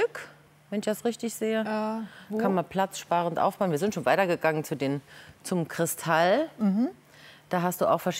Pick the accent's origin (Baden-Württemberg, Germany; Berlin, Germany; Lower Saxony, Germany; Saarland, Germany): Saarland, Germany; Da haben wir eine Mistgabel, wie man bei uns im Saarland sagt, oder Mistgabel.